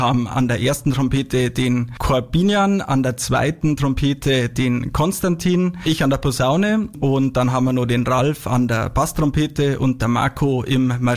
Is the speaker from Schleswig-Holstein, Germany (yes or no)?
no; Straubing, Bavaria, Germany; Ich bin ja gebürtiger Straubinger